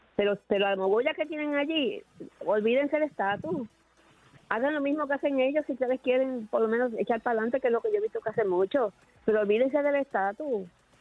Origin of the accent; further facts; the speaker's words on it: Puerto Rico; nosotros de puertorriqueños